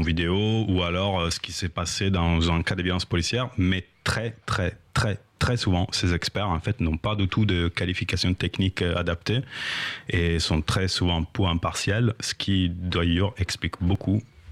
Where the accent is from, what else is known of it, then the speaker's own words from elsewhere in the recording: Italy; now in Paris, France; Très vite, je suis journaliste, je suis italien, mais je vis à Paris depuis longtemps